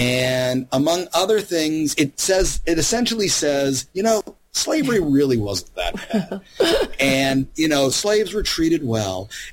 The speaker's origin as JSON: {"language": "English", "region": "Louisiana", "country": "United States", "tie": "born or raised there", "said": "I grew up mostly in Louisiana."}